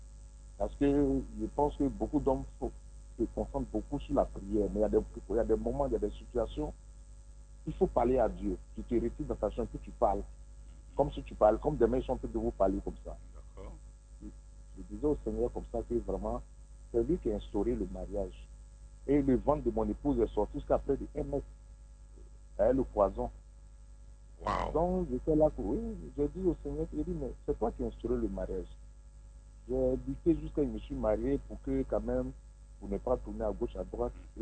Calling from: Abidjan, Côte d’Ivoire; De Gonzague Port-Bouët.

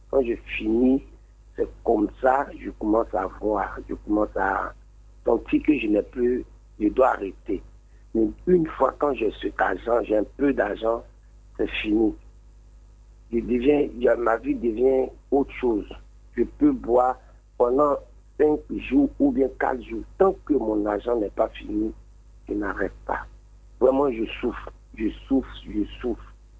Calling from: Abidjan, Côte d’Ivoire

